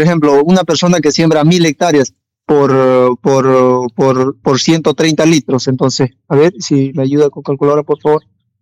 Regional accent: Bolivia; el país va a sufrir va a tener una crisis alimentaria y es a lo que nosotros no queremos como bolivianos.

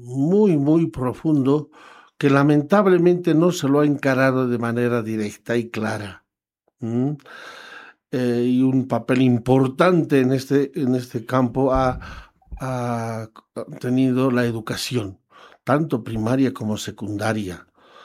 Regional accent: Sucre, Chuquisaca, Bolivia; born there; first language Quechua; Spanish is a second language; also born or lived in rural area (countryside, unnamed); Lógicamente hice hasta el tercero básico en el área rural, luego salí a Sucre. Lógicamente mi lengua materna era el quechua, ¿no?

